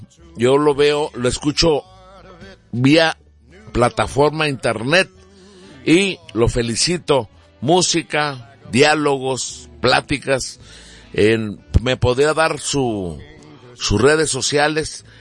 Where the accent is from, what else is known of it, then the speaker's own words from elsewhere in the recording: Mexico; nosotros somos mexicanos